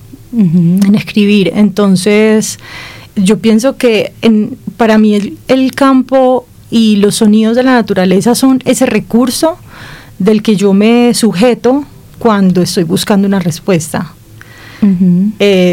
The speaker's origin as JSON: {"language": "Spanish", "region": "La Guajira", "country": "Colombia", "tie": "born or raised there", "also_born_or_lived": "Medellín", "moved": "yes", "said": "Yo crecí en La Guajira. Crecí en La Guajira, nací en Medellín, pero crecí en La Guajira."}